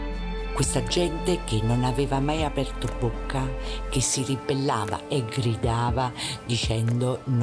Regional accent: Naples, Campania, Italy; moved away; Io sono napoletana

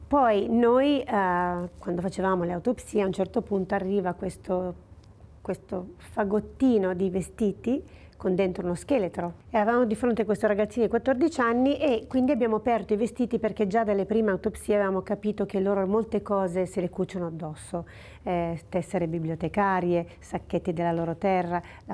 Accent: Pontestura, Piedmont, Italy; born or raised there

